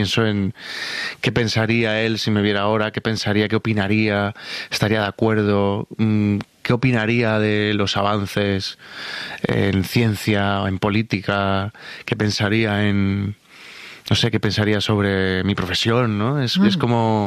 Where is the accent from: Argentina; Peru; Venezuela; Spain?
Spain; Málaga, Andalusia; born there; moved away; yo nací en Málaga, frente al mar